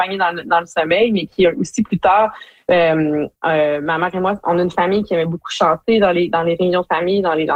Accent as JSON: {"language": "French", "town": "Hearst", "region": "Ontario", "country": "Canada", "said": "Et je viens de Hearst, dans le nord de l'Ontario, mais j'ai de la famille qui est à Geraldton, qui est à Long-Lac, qui est dans ces différentes régions-là."}